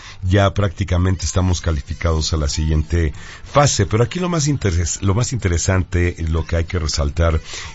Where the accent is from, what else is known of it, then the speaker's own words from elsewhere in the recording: Mexico; esa hambre de éxito, esa sed de triunfo, de tener algo como mexicanos para celebrar, para decir, hey, aquí estamos, planeta.